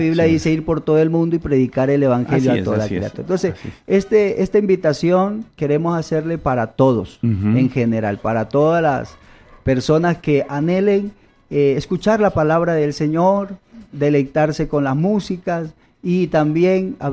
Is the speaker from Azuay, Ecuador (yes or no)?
no; Machala, El Oro, Ecuador; moved away as an adult; also born or lived in Milagro / Guayaquil / El Ángel; now in Cotacachi, Ecuador; nosotros somos de la ciudad de Machala.